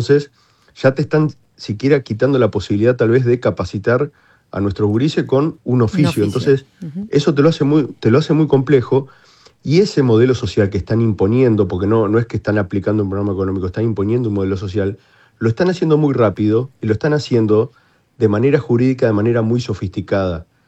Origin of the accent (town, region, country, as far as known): Argentina